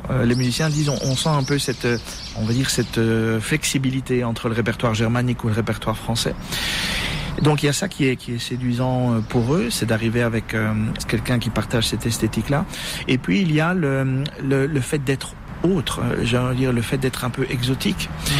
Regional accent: Bastogne, Wallonia, Belgium; born there; étant donné que je suis belge.

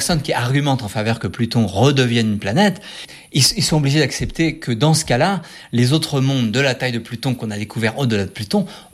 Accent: France; Mais bon, c'était sympa en tant que Français de participer à cette mission.

